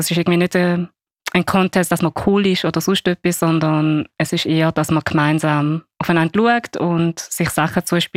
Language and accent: German; St. Gallen, Switzerland; now in Basel, Switzerland; aber ich bin aus dem St. Gallen-Rheintal. Ich bin also am Rhein treu geblieben.